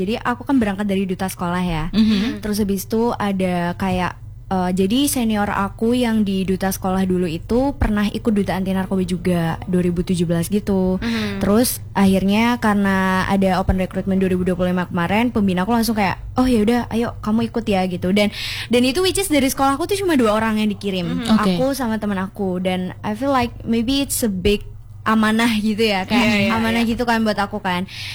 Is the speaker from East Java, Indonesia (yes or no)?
yes; Gondanglegi District, East Java, Indonesia; aku kan anak Kabupaten Nyol ya Kak ya. Dan aku tuh anak aku dari kecamatan yang namanya itu Kecamatan Gondanglegi.